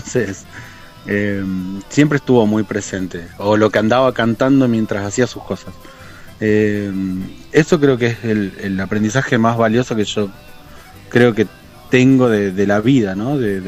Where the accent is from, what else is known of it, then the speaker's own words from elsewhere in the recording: Chos Malal, Neuquén, Argentina; born there; now in Plottier, Argentina; soy nacido en Chosmalal, allá en el norte neuquino, pero ya hace varios años que vivo por acá, por el valle, específicamente acá en Plotier.